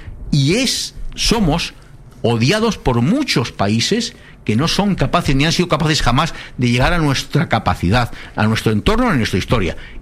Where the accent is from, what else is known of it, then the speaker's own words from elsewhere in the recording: Spain; nosotros somos españoles